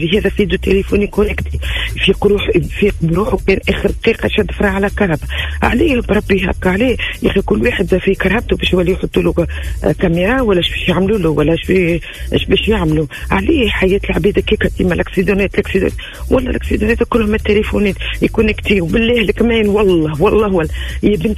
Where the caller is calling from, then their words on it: Djerba, Medenine, Tunisia; أنا جاية من جربة لتونس